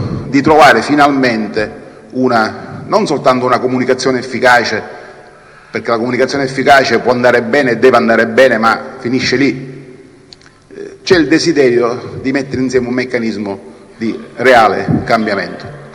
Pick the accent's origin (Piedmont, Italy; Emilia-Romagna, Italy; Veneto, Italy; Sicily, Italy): Sicily, Italy; Catania; io sono di Catania